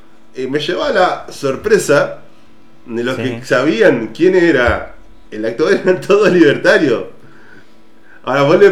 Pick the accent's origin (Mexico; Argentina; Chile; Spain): Argentina; como buen argentino pajero